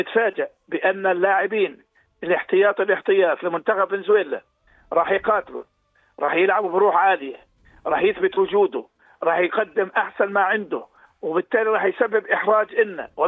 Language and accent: Arabic; Jordan; عندنا إحنا في بلدنا الأردن